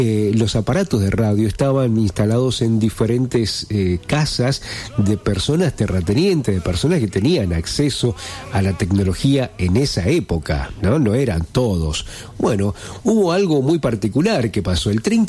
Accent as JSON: {"language": "Spanish", "country": "Argentina"}